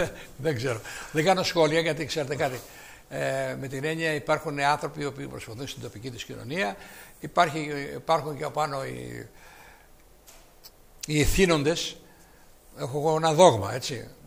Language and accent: Greek; Greece; σαν Έλληνας